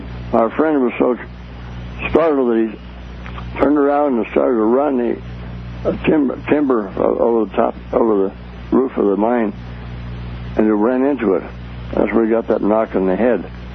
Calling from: Reno, Nevada, United States; Okay, I'm calling from Reno.

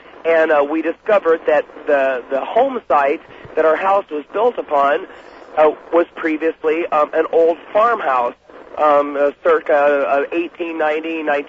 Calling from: Columbia, Missouri, United States; I'm calling from Columbia, Missouri.

